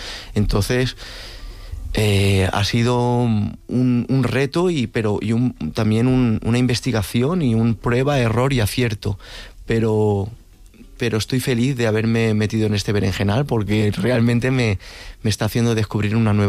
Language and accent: Spanish; Barcelona, Catalonia, Spain; soy de Barcelona y tengo unas raíces andaluzas muy fuertes